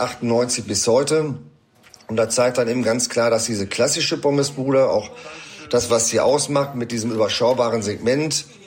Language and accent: German; Recklinghausen, North Rhine-Westphalia, Germany; Ich bin in Recklinghausen Süd groß geworden